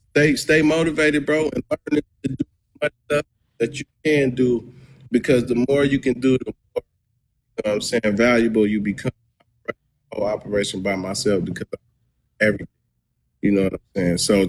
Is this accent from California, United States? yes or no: no; Milwaukee, Wisconsin, United States; I'm from Milwaukee.